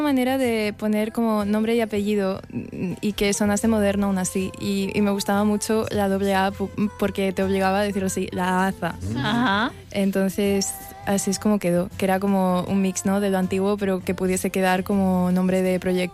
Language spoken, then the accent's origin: Spanish; Barcelona, Catalonia, Spain; porque yo nací y me he criado en Barcelona, pero el campo es el campo de mi pueblo, que el pueblo es Casteldecabra, en Teruel.